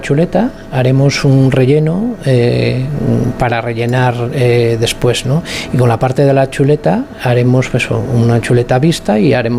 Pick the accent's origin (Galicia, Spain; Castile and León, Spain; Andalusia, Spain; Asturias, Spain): Galicia, Spain; Mondoñedo; also born or lived in Santiago de Compostela; Pues nosotros somos de Mondoñedo, a un pueblecito de aquí, pero